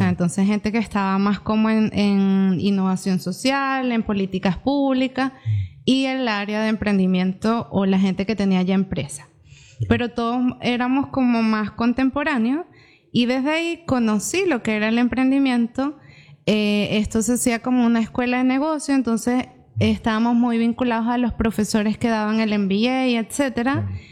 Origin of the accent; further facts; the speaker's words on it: Venezuela; como notarán en mi acento, yo soy venezolana